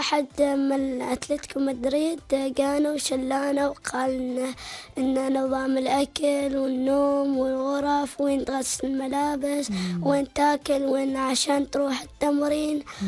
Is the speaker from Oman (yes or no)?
yes; Oman; لأن أنا عماني وافتخر.